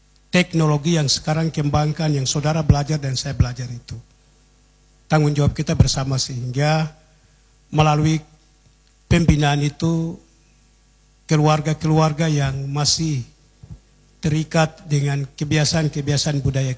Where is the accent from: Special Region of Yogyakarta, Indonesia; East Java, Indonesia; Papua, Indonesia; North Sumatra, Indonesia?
Papua, Indonesia; kita sendiri orang Papua